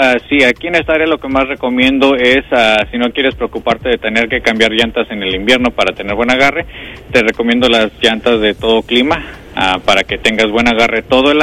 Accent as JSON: {"language": "Spanish", "region": "Jalisco", "country": "Mexico", "moved": "yes", "lives_now": "Sioux City, United States", "said": "Así somos los de Jalisco"}